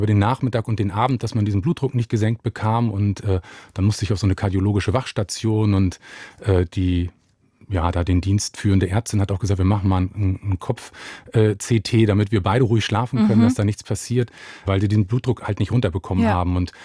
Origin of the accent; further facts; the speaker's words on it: Mecklenburg-Vorpommern, Germany; born there; now in Brandenburg an der Havel, Germany; ich bin 44 Jahre alt, gebürtiger Mecklenburger, lebe in Brandenburg an der Havel